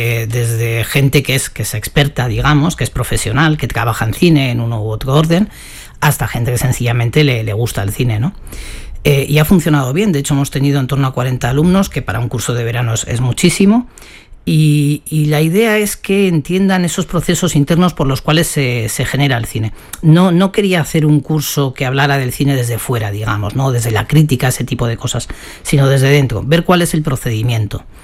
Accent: Alsasua, Navarre, Spain; un pueblecito donde yo vivía, de pequeño, en Alsasua

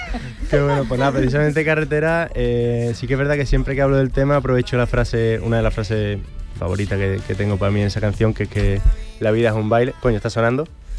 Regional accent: Sevilla, Andalusia, Spain; moved away as an adult; now in Madrid, Spain; Bueno, yo vivo en Madrid, soy de aquí de Sevilla, pero estoy viviendo en Madrid ya hace 4 años.

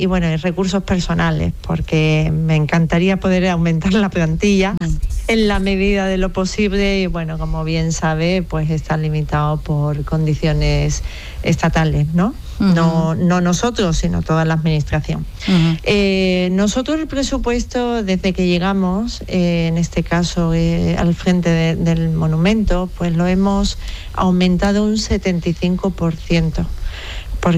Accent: Seville, Andalusia, Spain; es un monumento para sentirse orgulloso como sevillano y sevillana

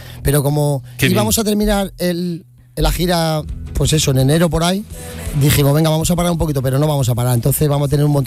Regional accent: Leganés, Community of Madrid, Spain; Yo soy de Leganés

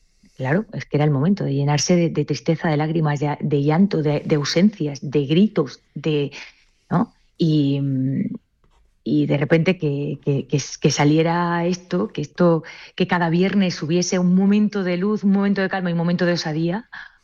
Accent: Seville, Andalusia, Spain; Yo soy sevillana.

